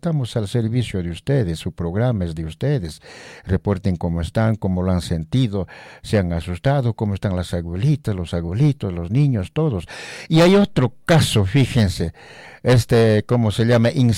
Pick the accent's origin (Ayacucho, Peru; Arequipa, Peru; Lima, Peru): Ayacucho, Peru; Pacapausa; now in Buenos Aires, Argentina; Saludos a mi pueblo, Pacapausa, desde Buenos Aires, Argentina.